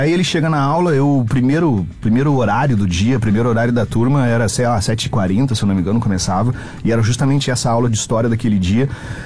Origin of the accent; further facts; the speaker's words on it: Carazinho, Rio Grande do Sul, Brazil; moved away; lá na minha cidade, em Carazinho.